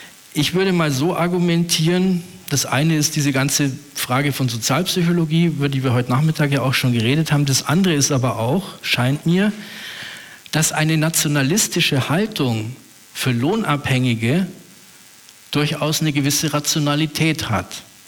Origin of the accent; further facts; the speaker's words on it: Bavaria, Germany; In Bayern, wo ich herkomme, ist die CSU immer schon die Arbeiterpartei gewesen seit 1945.